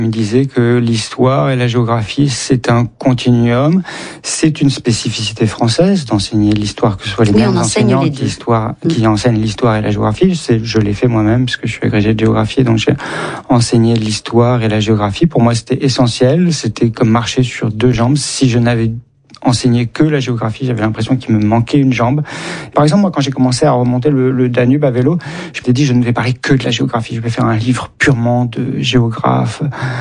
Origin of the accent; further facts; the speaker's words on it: Auvergne-Rhône-Alpes, France; De l'autre côté, j'ai grandi dans l'Isère, et de l'autre côté, c'était l'Ain.